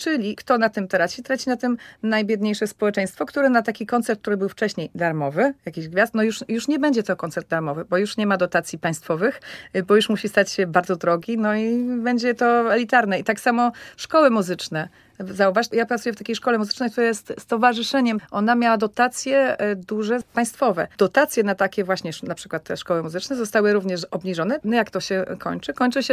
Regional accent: Łódź, Łódź Voivodeship, Poland; now in France; jak ktoś mnie zapyta, skąd ty jesteś, no to mówię, z miasta Łodzi.

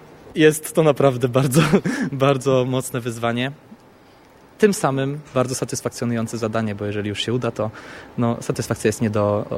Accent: Łódź, Łódź Voivodeship, Poland; Ja mieszkam w Łodzi, jestem absolwentem Akademii Muzycznej w Łodzi na kierunku musical.

